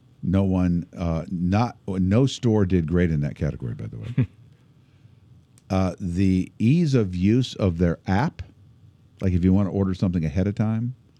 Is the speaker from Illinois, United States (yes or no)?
yes; Pekin, Illinois, United States; moved away; Grew up with a Quick Trip in Pekin.